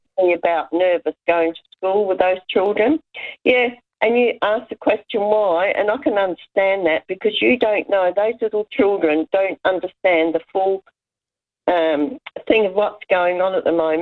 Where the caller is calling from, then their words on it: Birkenhead, South Australia, Australia; I'm ringing from South Australia, Birkenhead